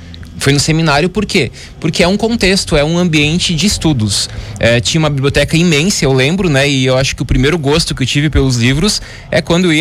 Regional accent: Roca Sales, Rio Grande do Sul, Brazil; born there; moved away; also born or lived in Coronel Pilar / Caxias do Sul; Sou de Roca Salles, nasci em Roca Salles. A minha família é de Coronel Pilar, que na época fazia parte de Garibaldi. Mas a cidade próxima onde as crianças nasciam era Roca Salles, então sou natural de lá. Mas morei muito tempo em Roca Salles também

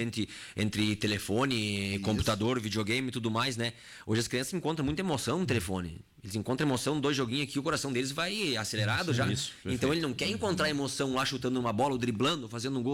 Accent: Mormaço, Rio Grande do Sul, Brazil; Eu cresci no interior, eu sou do Mormaço, né? Mormaço, Soledade, que era tudo um chão só, até hoje, né? Então, eu tive sorte, eu sou de 88

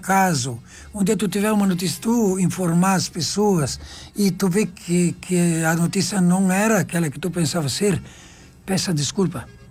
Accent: Soledade, Rio Grande do Sul, Brazil; born there; Eu sou bem gaúcho. Sou italiano, mas sou muito mais gaúcho do que italiano. Eu nasci em Soledade. E lá a gauchada traz as tradições do nosso Rio Grande.

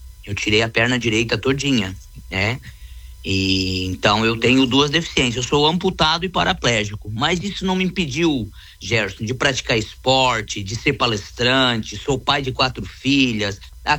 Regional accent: Balneário Camboriú, Santa Catarina, Brazil; Eu sou natural da cidade de Balneário Camboriú. Nascido e criado aqui, de família tradicional

